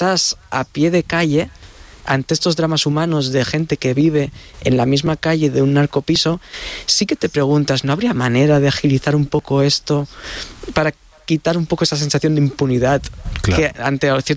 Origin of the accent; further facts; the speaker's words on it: Tarragona, Catalonia, Spain; now in Madrid, Spain; Yo soy un enamorado de Madrid, yo soy de Tarragona, vivo en Madrid desde el 2014